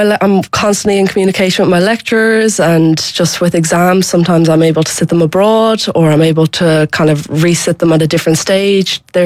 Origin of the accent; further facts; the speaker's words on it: Leinster, Ireland; also born or lived in Howth / Dún Laoghaire; how nice Dublin Bay can be and how the waters that I've grown up on